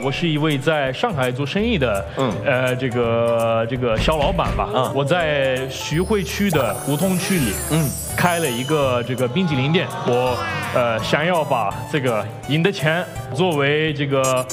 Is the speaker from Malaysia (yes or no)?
no; Sicily, Italy; Chinese is a second language; also born or lived in Chongqing; now in Shanghai, China; 我来自意大利的西西里岛。